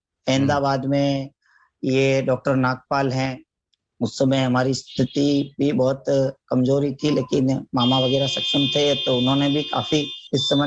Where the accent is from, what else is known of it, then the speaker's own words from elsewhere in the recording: Dungarpur, Rajasthan, India; डूंगरपुर की रहने वाली हूँ।